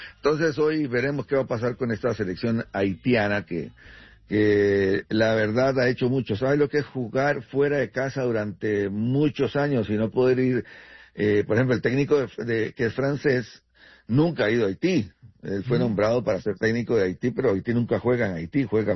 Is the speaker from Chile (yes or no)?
no; Mexico; somos centroamericanos, somos mexicanos, y somos de esta zona del mundo que también tiene cosas.